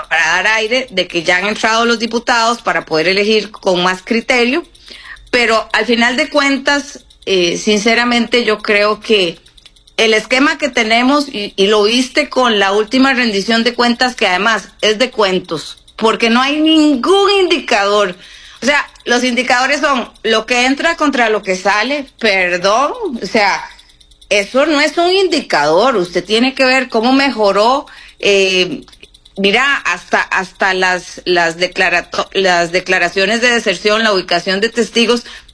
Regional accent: Costa Rica

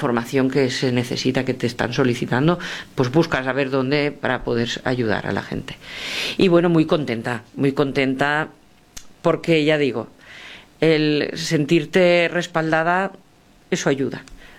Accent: Valencia, Valencian Community, Spain; Ya te digo que yo soy castellano parlante, aunque soy de Valencia, de la Comunidad Valenciana.

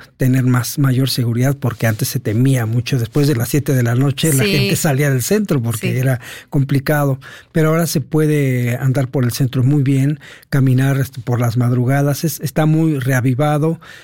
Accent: Mexico City, Mexico; cómo concibo la Ciudad de México, porque yo nací en el centro, fui bautizado ahí en Catedral, nací en Regina, viví en San Juan de Letrán, así toda mi vida la he vivido ahí

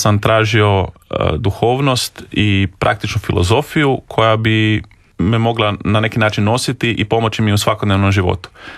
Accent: Rijeka, Primorje-Gorski Kotar County, Croatia; born there; rođen sam u Rijeci prije nešto manje od 40 godina, 37 ako ćemo biti točni.

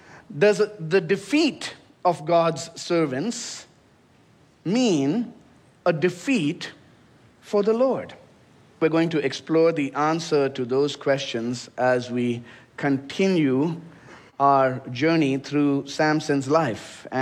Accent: India; the so-called father of my home country, India, they call him.

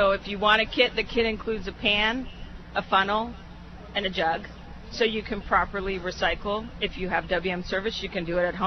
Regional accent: California, United States; I grew up in farm country, but I wasn't part of the 4-H crew back then. I grew up in Sonoma County and we have a huge, you know, dairy. Half my classmates had dairies.

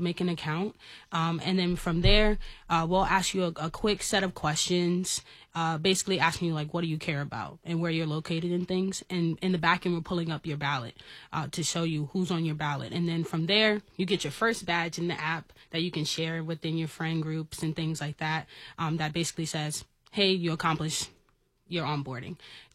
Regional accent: New York, United States; moved away; I'm actually from New York

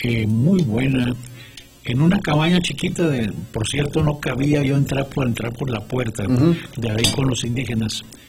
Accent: Ciudad Juárez, Chihuahua, Mexico; nosotros acá los juarenses

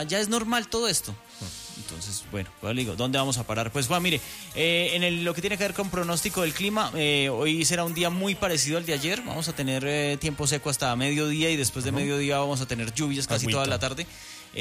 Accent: Colombia; Nosotros somos muy buenos como colombianos

